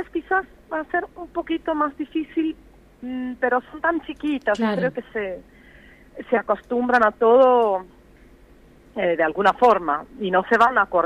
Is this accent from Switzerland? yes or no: yes; Switzerland; accent: Swiss German; Spanish is a second language; Sí, pero sí, se siente, mi acento es fuerte. Cuando yo me escucho hablar, siento fuerte el acento del suizo-alemán.